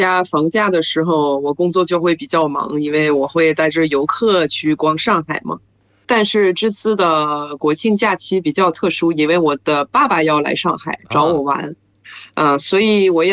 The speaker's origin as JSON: {"language": "Chinese", "country": "France", "second_language": "Chinese", "moved": "yes", "lives_now": "China"}